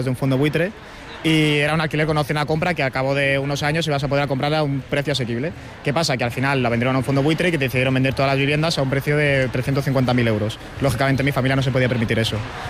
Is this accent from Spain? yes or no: yes; Madrid, Community of Madrid, Spain; yo nací en Madrid, yo soy de Madrid toda la vida, y vivíamos en Moratalaz, y a los 15 años vivíamos en una vivienda protegida